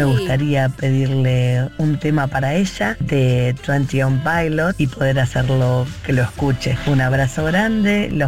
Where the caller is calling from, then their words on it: San Martín, Argentina; de San Martín.